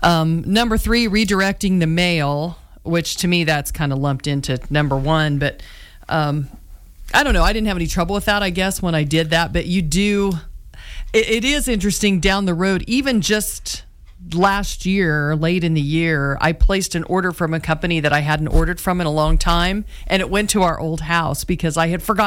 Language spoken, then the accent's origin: English; Clay Center, Kansas, United States; also born or lived in Newton; I was born in Newton. My parents lived in Peabody. Dad worked there. So I did. I guess that counts, because I did spend the first 2 years there. So there's one. Moved to Clay Center, was in the same house my entire school career, you know, until I was 18.